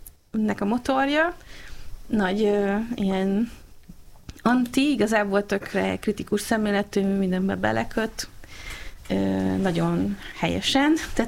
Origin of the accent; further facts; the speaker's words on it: Hódmezővásárhely, Csongrád-Csanád, Hungary; moved away; én Hódmezővásárhelyi is vagyok